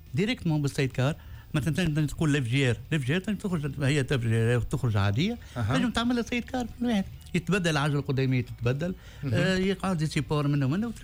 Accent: Libya; وعنا جماعة زادة ليبية زادة وانا من ليبيا زادة كيف كيف كانوا ديما متواجدين معنا.

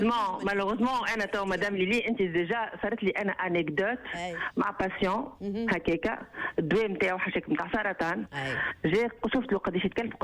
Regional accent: Tunisia

